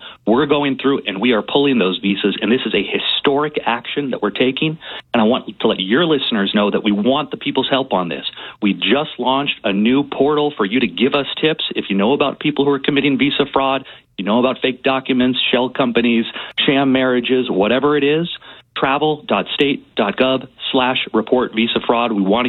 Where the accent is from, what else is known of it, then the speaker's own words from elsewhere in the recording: Arizona, United States; I'm from Arizona, and even that's pretty fraught